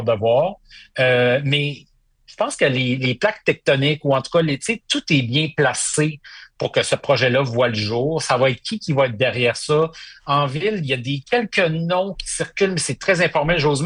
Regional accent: Quebec, Canada; Parce que moi, j'ai grandi au Saguenay.

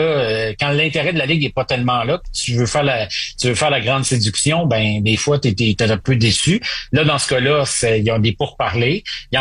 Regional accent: Saguenay, Quebec, Canada; Moi, j'ai grandi au Saguenay.

